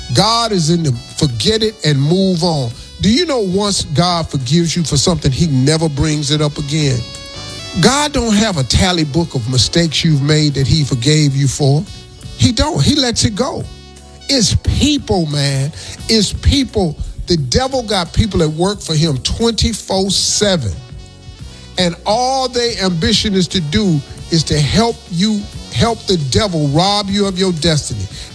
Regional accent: Colombia; I said, bro, what are you talking about? I'm from Colombia.

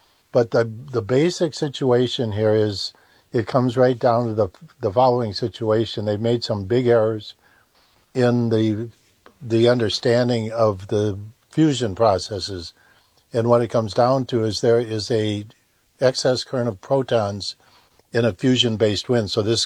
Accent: Ireland; And I'm personally a Christian. I'm Irish, you know, grew up a Catholic.

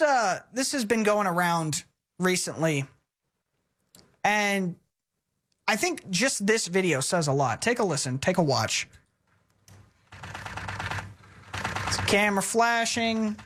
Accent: Texas, United States; But to be honest, I'm a Texan. My history started in 1835.

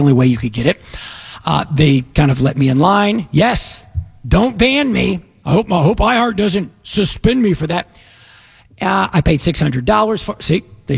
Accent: Dallas, Texas, United States; moved away as an adult; now in Houston, United States; And Dallas, where I was earlier this week. My hometown, actually.

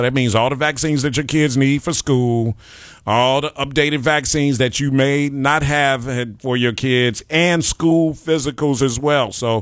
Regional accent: Chicago, Illinois, United States; born or raised there

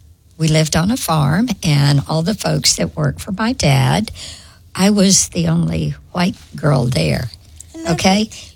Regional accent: the South, United States; that's the way I grew up in the South.

